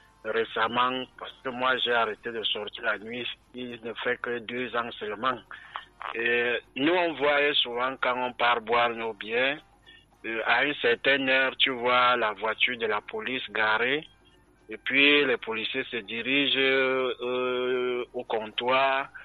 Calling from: Centre, Cameroon; Je suis en Kozoa.

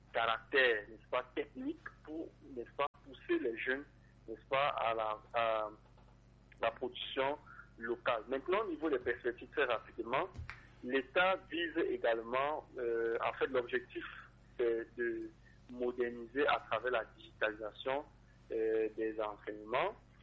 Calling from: Cameroon

